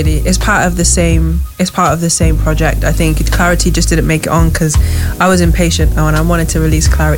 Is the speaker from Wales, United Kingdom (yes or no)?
yes; Wales, United Kingdom; I came from Cardiff today. I actually came from the studio, to be fair. I was in the studio in Pontcanna, actually. But I came from Wales. Y'all know Wales.